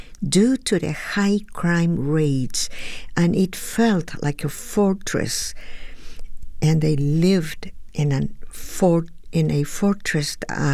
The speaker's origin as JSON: {"language": "Spanish", "country": "Peru", "moved": "yes", "said": "música de mi compatriota … de mi hermoso país Perú."}